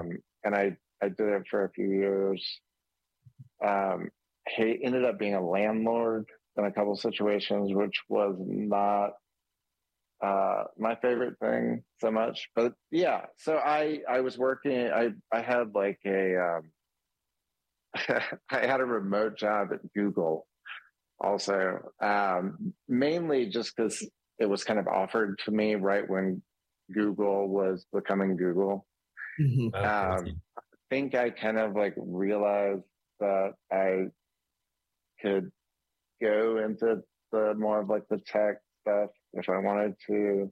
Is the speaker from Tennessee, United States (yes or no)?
yes; Memphis, Tennessee, United States; also born or lived in New York; I moved home from New York to Memphis, thinking it was just gonna be like a short-term thing, and I think 2008.